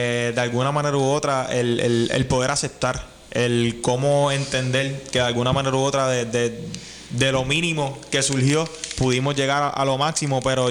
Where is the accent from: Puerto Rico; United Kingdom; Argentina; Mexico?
Puerto Rico; San Germán; estoy creciendo y estoy haciéndolo en mi pueblo de San Germán